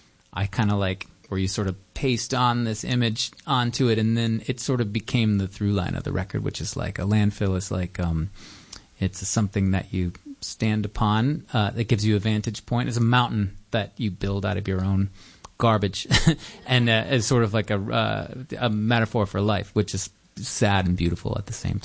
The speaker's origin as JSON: {"language": "English", "region": "Midwest", "country": "United States", "tie": "born or raised there", "said": "I grew up in the Midwest. It's like there's not a lot of landforms."}